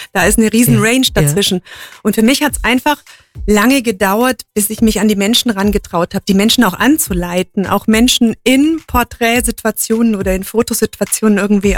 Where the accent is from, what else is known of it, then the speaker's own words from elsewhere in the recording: Memmingen, Bavaria, Germany; also born or lived in Munich; Genau, ich bin Memmingerin und war 20 Jahre in München, habe auch in München meine Fotografenlehre gemacht.